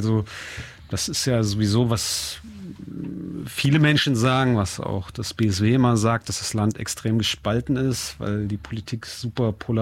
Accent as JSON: {"language": "German", "town": "Kassel", "region": "Hesse", "country": "Germany", "tie": "born or raised there", "said": "hier in Kassel aufgewachsen auch."}